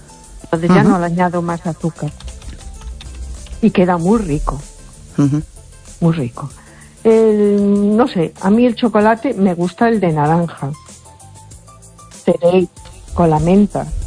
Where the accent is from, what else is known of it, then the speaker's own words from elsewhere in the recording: A Coruña, Galicia, Spain; Hola, buenas noches … de Coruña.